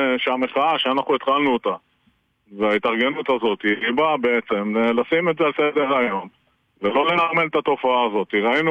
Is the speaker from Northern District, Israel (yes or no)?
yes; Metula, Northern District, Israel; אני גדלתי במטולה. אני בן למשפחה שחיה במטולה רק 130 שנה.